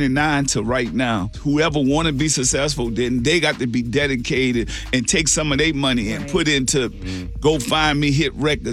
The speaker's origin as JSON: {"language": "English", "town": "New Orleans", "region": "Louisiana", "country": "United States", "said": "You know, they could look and say, man, I'm from New Orleans. Man, it's us against the world."}